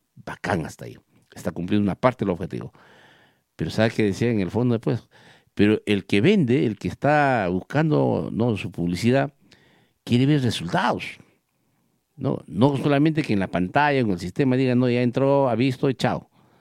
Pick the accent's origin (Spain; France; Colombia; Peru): Peru; Villa Rica, Pasco; qué pena por mi pueblo de Villarrica